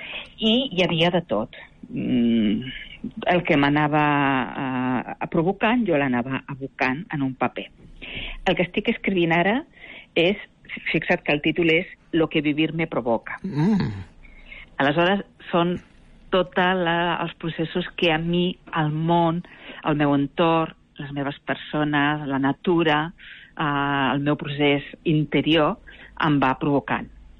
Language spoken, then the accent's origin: Catalan; Catalonia, Spain; jo sóc del Vallès Oriental.